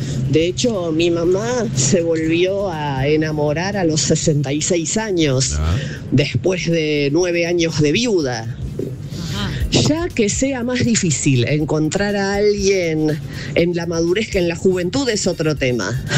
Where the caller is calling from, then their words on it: Buenos Aires, Argentina; de Buenos Aires, Argentina.